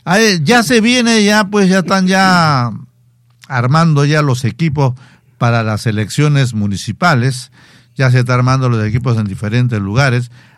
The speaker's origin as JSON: {"language": "Spanish", "town": "Tarma", "region": "Junín", "country": "Peru", "moved": "yes", "said": "yo también hace tiempo que no voy a mi pueblo, ¿no? Pero yo no voy, por ejemplo, a Tarma más de 20 años, mano."}